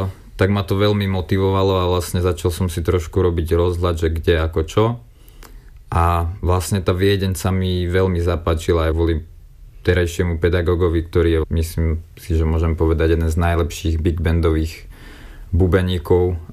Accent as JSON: {"language": "Slovak", "region": "Žilina Region", "country": "Slovakia", "said": "lebo ja som z Oravy a mám tu možno nejakú hodinu a pol tam, vlastne kúsoček od hraníc."}